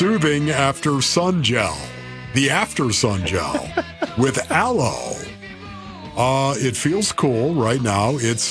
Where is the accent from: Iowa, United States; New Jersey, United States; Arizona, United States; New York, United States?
Arizona, United States; I'm from Arizona, of course.